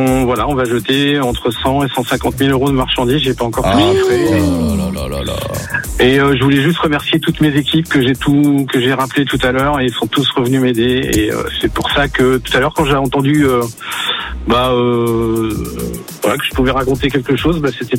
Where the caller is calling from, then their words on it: Nantes, Pays de la Loire, France; Je suis à Nantes.